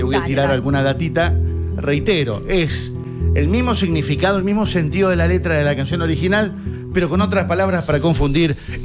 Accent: Córdoba, Argentina; accent: Cordoban; de locutor te van dando herramientas y vas eliminando un poco la tonada. Ya. A donde voy me dicen, sos cordobés, o sea, sí, imagínate.

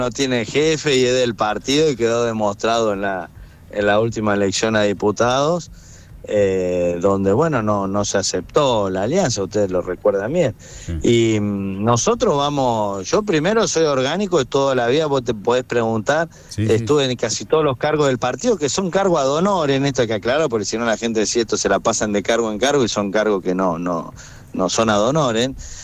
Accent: Arias, Córdoba, Argentina; also born or lived in Venado Tuerto; No, de Arias.

